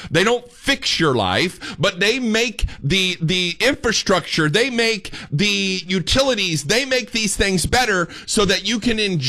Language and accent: English; Indiana, United States; moved away as an adult; now in Texas, United States; I'm from Indiana. I like it cold.